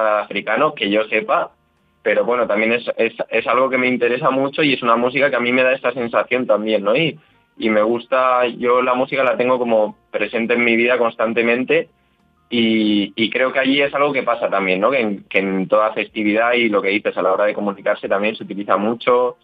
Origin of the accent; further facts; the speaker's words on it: Basque Country, Spain; now in Barcelona, Spain; porque yo soy de País Vasco